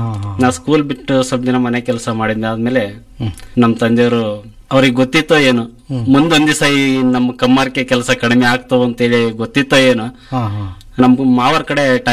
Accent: Jigadi, Karnataka, India; ನಮ್ಮ ಜಿಗಡಿ ಗ್ರಾಮದಲ್ಲಿ ಮಿಲೇವಿನೂರು ಸ್ವಲ್ಪ ಹತ್ರದಲ್ಲಿ ಸಿಟಿ ಇದ್ದಂಗಿದೆ

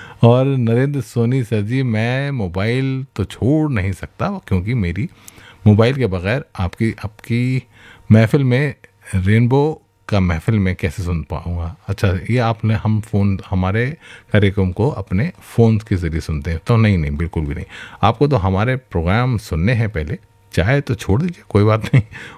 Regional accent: Ghaziabad, Uttar Pradesh, India; मैं गाज़ियाबाद से हूँ।

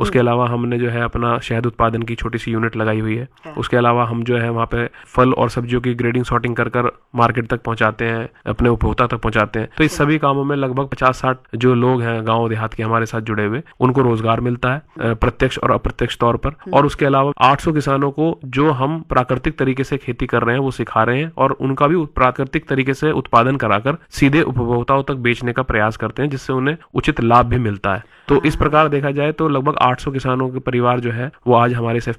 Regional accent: Hapur district, Uttar Pradesh, India

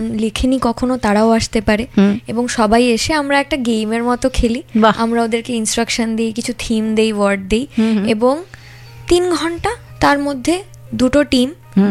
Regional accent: Agartala, Tripura, India; moved away as an adult; now in Kolkata, India; আমি আগরতলায়, আমার আগরতলায় জন্ম, আমি ওখানেই বড় হয়েছি, লেখাপড়া সবই ওখানে।

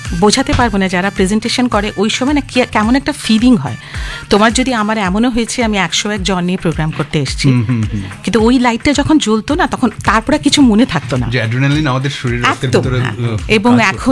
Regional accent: North India, India; first language Hindi; Bangla is a second language; moved away; আমি নর্থ ইন্ডিয়ায় বড় হয়েছি, আমার স্কুলিং সেন্ট্রাল স্কুল, তো আমার হিন্দিটাই ফার্স্ট ল্যাঙ্গুয়েজ।

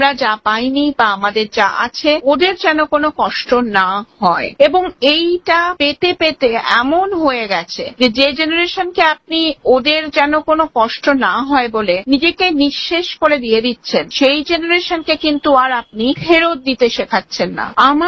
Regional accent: Kolkata, West Bengal, India; আমি কলকাতার কথাই বলছি যেহেতু আমি কলকাতা বাসী

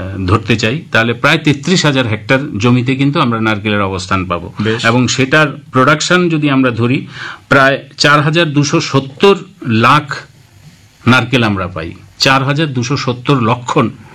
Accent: West Bengal, India

